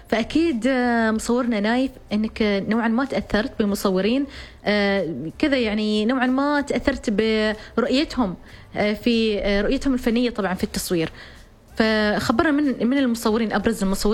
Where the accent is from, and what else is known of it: Oman